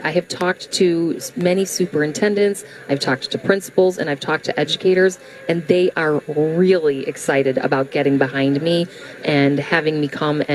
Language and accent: English; Chicago, Illinois, United States; Well, I've got my chops in Chicago and Cook County.